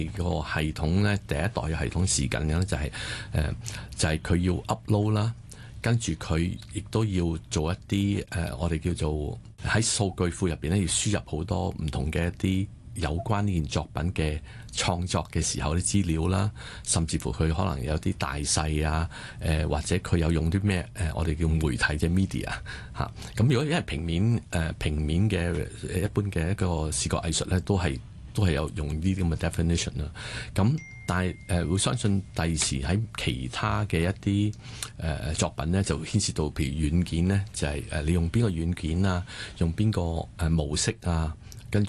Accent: Hong Kong

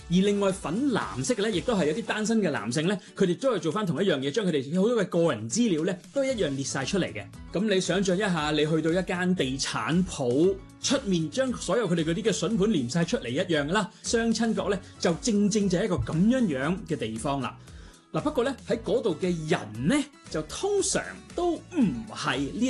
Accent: Hong Kong; now in Chengdu, China; 我作为一个香港人

